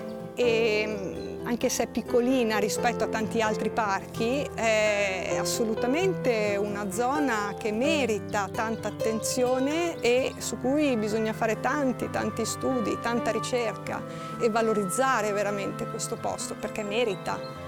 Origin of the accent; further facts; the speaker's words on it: Nigeria; also born or lived in Egypt / England; Cioè, i miei genitori sono di Casola Valsegno e mio padre lavorava all'estero, lavorava in Africa, quindi io sono nata e dopo 40 giorni la mia mamma mi ha portato in Africa e io sono cresciuta lì e abbiamo fatto la Nigeria, abbiamo fatto l'Egitto